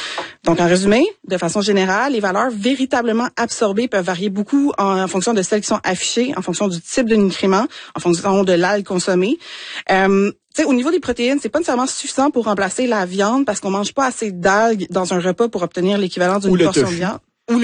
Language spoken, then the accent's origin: French; Quebec, Canada; moi, je suis gaspésienne